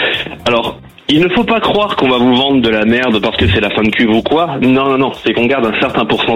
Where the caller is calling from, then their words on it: La Chapelle-sur-Erdre, Pays de la Loire, France; Je suis dans la région nantaise.